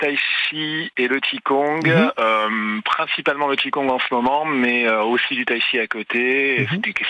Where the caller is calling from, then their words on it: Anglet, Nouvelle-Aquitaine, France; J'appelle d'Anglet, à côté de Bayonne.